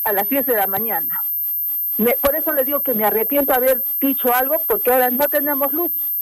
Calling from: Arequipa, Peru; justamente les llamo de Simón Bolívar.

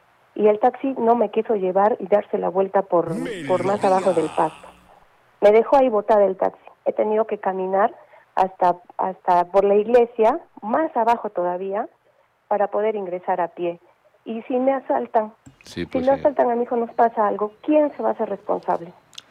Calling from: Arequipa, Peru; Buenas tardes, soy vecina de Bellapampa.

